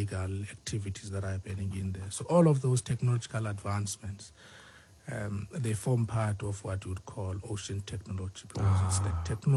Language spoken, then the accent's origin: English; Eastern Cape, South Africa; moved away; I'm from Mengobo, based in Cape.